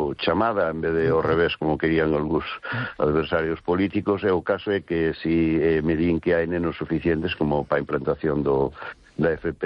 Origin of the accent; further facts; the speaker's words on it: Carral, Galicia, Spain; que somos de Carral